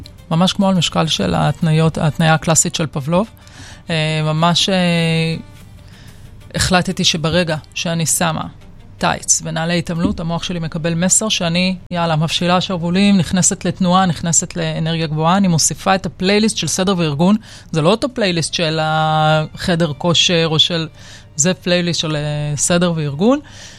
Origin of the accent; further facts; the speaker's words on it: Ra'anana, Central District, Israel; דווקא גדלתי ברעננה.